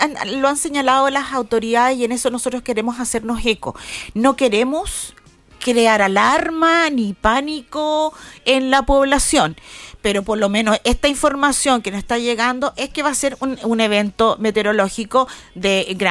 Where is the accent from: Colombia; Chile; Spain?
Chile; La palabra con W que utilizamos todos los chilenos.